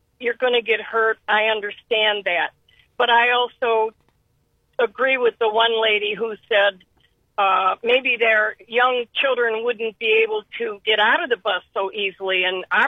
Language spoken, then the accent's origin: English; Bedford, Ohio, United States; Well, Cuyahoga, and I lived in, I grew up in Bedford.